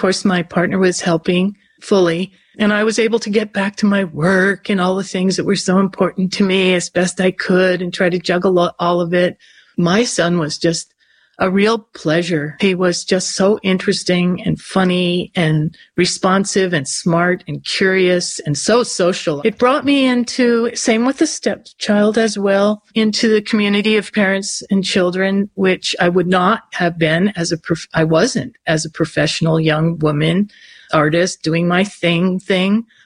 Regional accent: California, United States; she's from Wyoming and I'm from California

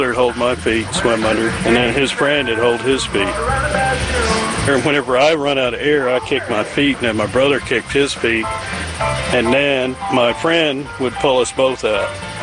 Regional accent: Calumet, Oklahoma, United States; I'm from Calumet, Oklahoma. I am fourth generation Okie Noodler.

